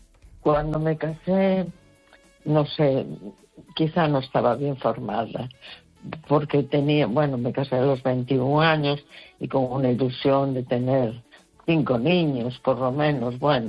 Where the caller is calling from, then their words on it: A Coruña, Galicia, Spain; de La Coruña.